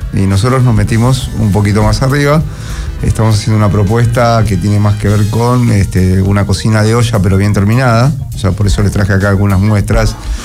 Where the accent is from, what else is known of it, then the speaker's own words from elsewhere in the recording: Argentina; Soy argentino.